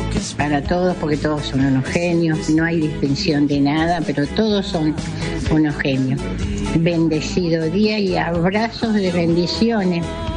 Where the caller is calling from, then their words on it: Moreno, Buenos Aires Province, Argentina; Soy de Moreno.